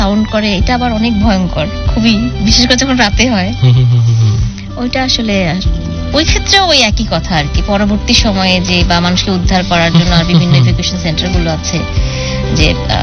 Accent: Bangladesh; moved away as an adult; now in Japan; আমরা হয়তো জীবনের তাগিদে, জীবিকার তাগিদে একটা উন্নত দেশে থাকছি, বাট আমরা মনে পানে বাংলাদেশি

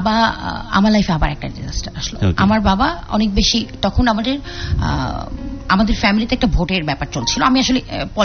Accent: Gaibandha, Rangpur Division, Bangladesh; আমি খুবই ছোট একটা শহর থেকে বেড়ে উঠেছি, গাইবান্ধা। গাইবান্ধা আমরা দুই ভাই দুই বোন, আমার স্কুলিংটা ওখানে।

